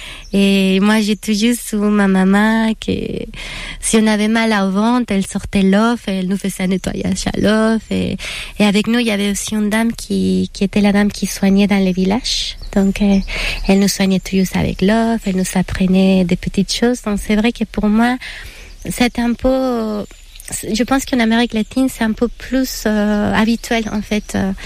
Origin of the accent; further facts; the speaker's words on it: Mexico City, Mexico; French is a second language; also born or lived in Acolman; now in France; Mais je viens de Mexique, ma famille, on faisait moitié du temps à Mexico, qui c'est la ville, et on faisait moitié du temps dans un petit village qui est à côté des pyramides de Teotihuacan, qui s'appelle Acolman.